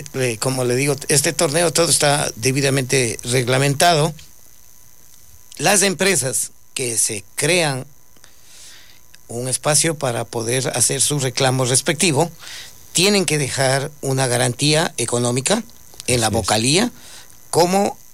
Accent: Quito, Pichincha, Ecuador; moved away as an adult; No, yo llegué de Quito hace 20 años y estoy de lleno metido en los campeonatos.

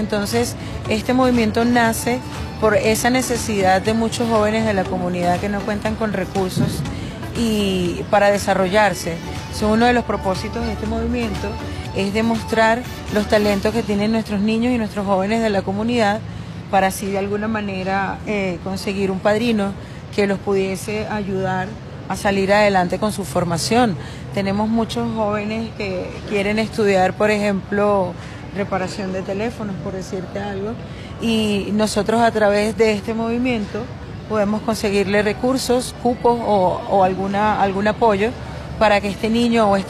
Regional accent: Capital District, Venezuela; yo, como líder comunitario, que nací y me crié en la Cota 905

